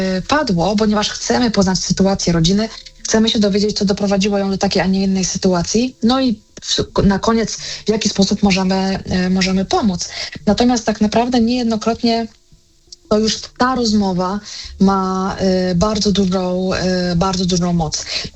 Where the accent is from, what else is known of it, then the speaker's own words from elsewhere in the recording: Kraków, Lesser Poland, Poland; Ojeju, ja jestem z Krakowa i mogłoby się wydawać, że Kraków to jest takie z pewnością jedno z zamożniejszych miast.